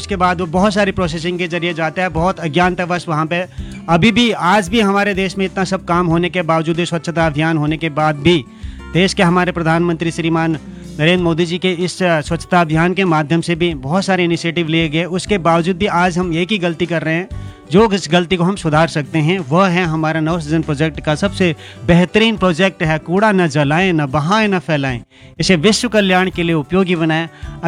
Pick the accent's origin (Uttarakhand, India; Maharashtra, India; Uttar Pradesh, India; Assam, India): Uttarakhand, India; Nainital; अगर सपोज एक एग्जाम्पल के तौर पर आप उत्तराखंड में, मैं नैनीताल का रहने वाला हूँ, आप नैनीताल की झील पर आइए, घूमिए